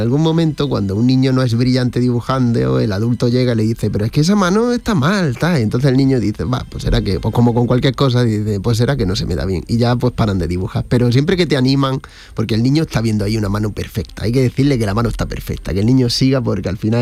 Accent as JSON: {"language": "Spanish", "town": "Granada", "region": "Andalusia", "country": "Spain", "said": "poder traer un personaje de estos que tanto me gusta a mi tierra"}